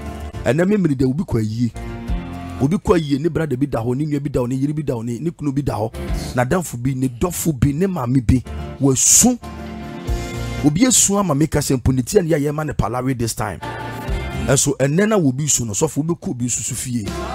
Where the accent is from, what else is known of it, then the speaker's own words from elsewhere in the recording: Nigeria; I'm mama. I'm from Nigeria.